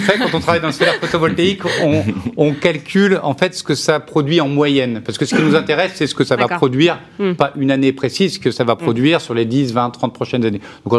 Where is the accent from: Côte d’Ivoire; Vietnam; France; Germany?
France; Chambéry, Auvergne-Rhône-Alpes; Moi, je viens de Chambéry, il y a pas mal d'endroits qui sont quand même ombrés par les montagnes